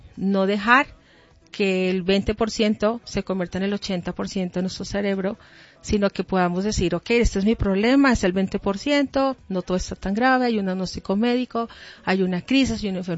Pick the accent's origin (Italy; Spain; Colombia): Colombia; moved away; yo crecí en Colombia toda mi vida, al lado de unos papás con misterio y todo tan bonito, pero Dios me sacó